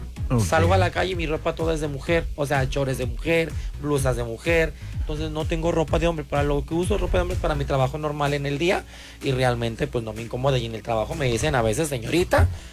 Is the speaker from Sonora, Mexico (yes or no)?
no; Acapulco, Guerrero, Mexico; born there; now in Puerto Vallarta, Mexico; Soy de Acapulco Guerrero, nacida en la ciudad de Acapulco Guerrero en 1978, tengo 48 años, soltera